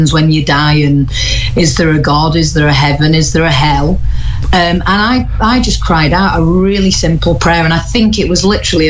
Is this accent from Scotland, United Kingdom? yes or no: no; Wales, United Kingdom; also born or lived in Blackpool; I grew up in Wales. I was born in Blackpool, but I actually grew up in Wales. That's where my dad was from.